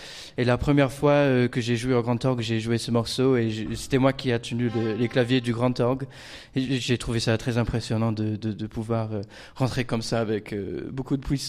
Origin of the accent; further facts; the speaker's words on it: Blackburn, North West England, United Kingdom; Quand j'étais plus jeune, j'ai chanté pendant 9 ans dans ma ville natale de Blackburn.